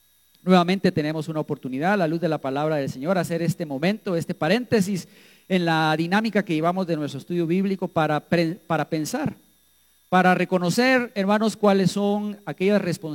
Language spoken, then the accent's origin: Spanish; Guatemala